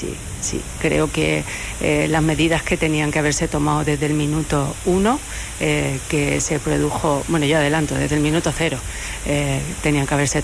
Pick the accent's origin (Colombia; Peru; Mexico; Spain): Spain; Ceuta; la ciudad de Ceuta me produce muchísima tristeza que mi país, después de 30 días, no haya sido capaz de protegernos a los ceutíes